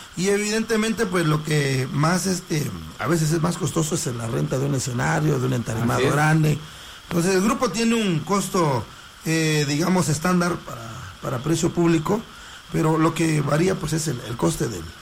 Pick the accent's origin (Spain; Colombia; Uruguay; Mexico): Mexico